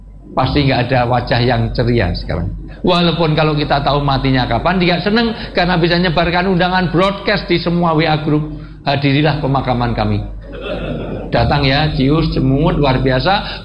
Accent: Java, Indonesia; mohon maaf, saya asli orang Jawa.

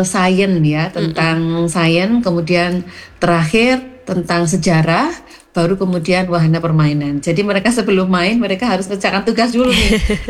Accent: Batu, East Java, Indonesia; kita sebagai orang Batu ya.

